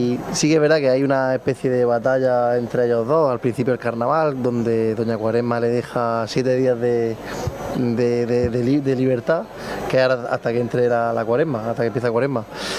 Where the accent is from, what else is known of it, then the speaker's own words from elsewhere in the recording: Águilas, Region of Murcia, Spain; Porque los que somos de Águilas ya desde pequeñicos empezamos con el tema del carnaval y es algo que es nuestra fiesta principal